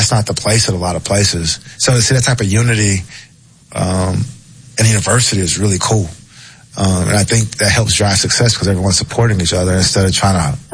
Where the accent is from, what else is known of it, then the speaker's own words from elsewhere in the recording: the South, United States; and I'm from the South, too. Like, you got to think, like, I've grown up in the South my entire life.